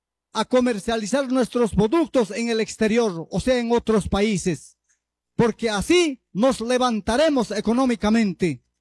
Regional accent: Pichanaqui, Junín, Peru

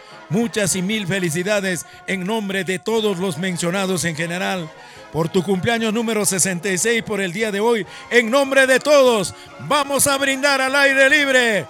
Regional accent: Ancash, Peru; Yo soy de Collahuasi

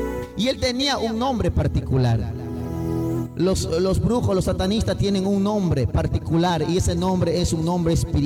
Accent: Tocache, San Martín, Peru; Como somos nosotros de Tocache

